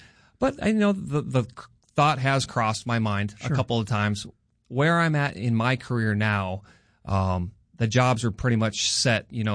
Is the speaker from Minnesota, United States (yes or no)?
yes; Minnesota, United States; I'm like, man, I grew up in Minnesota and here I am.